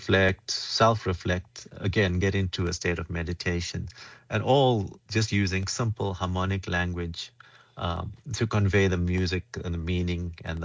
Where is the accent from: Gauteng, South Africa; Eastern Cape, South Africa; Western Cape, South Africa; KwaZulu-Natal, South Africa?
KwaZulu-Natal, South Africa; Phoenix; And I'm actually Indian, so I wasn't exposed to this music. I grew up in a township of Phoenix, north of Natal.